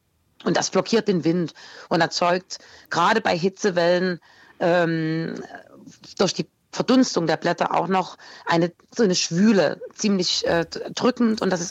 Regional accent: Leipzig, Saxony, Germany; gerade hier in meiner Heimatstadt Leipzig

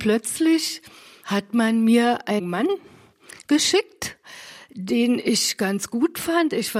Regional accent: Berlin, Germany; Ich bin in Berlin geboren. Ich bin 75 Jahre alt. Ich war lange in Berlin zu Hause, habe dort meine Kindheit verbracht

